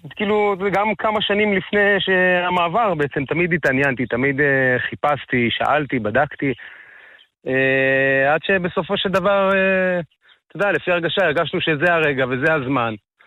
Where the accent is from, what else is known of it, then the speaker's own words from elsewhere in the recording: Beit Hashmonai, Central District, Israel; אני במקור מבית חשמונאי, אשתי מקריית אונו במקור